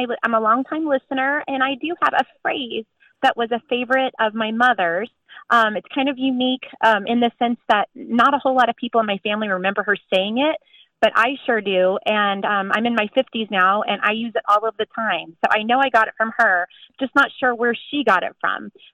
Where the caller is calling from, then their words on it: Fort Pierce, Florida, United States; I'm calling from Fort Pierce, Florida.